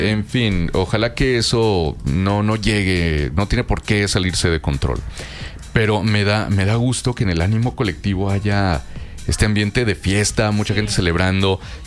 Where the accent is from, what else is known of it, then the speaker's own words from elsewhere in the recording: Mexico; No, no, yo soy bien mexicano, me encanta ser mexicano.